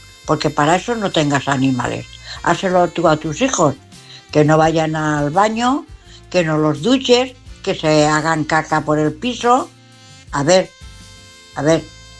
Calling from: Valencia, Valencian Community, Spain

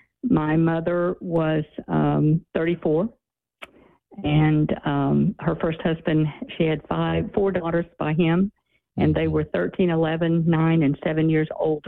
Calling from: Fulshear, Texas, United States; Fulshear, Texas. Where, just outside of Fulshear? Katy, Texas. Outside of Katy, Texas, a suburb of Houston.

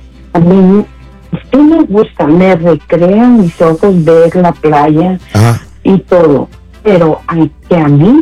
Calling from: Matamoros, Tamaulipas, Mexico; Soy de Matamoros.

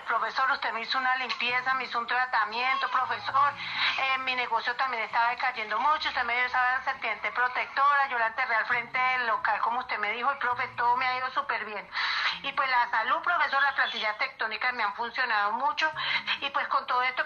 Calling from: Murillo, Tolima, Colombia; Lo estoy llamando acá desde Murillo, Tolima, profe.

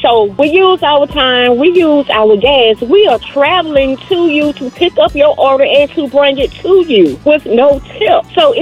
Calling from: Riverdale, United States; I'm checking in Riverdale.

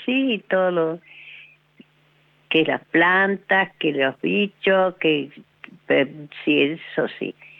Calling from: San Martín, Argentina; De San Martín

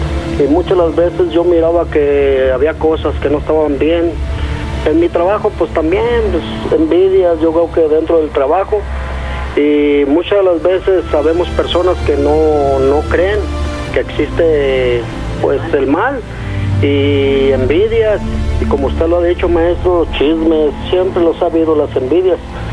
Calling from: Tequila, Jalisco, Mexico; Le hablo de Tequila, Jalisco.

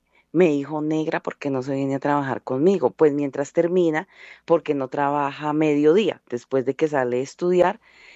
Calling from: Bogotá, Colombia; de Bogotá.

